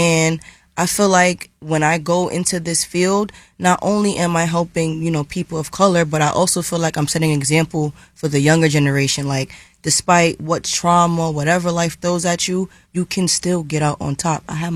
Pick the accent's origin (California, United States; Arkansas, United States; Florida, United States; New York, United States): New York, United States; New York City; Ooh, well, I grow up I'm from Bed-Stuy.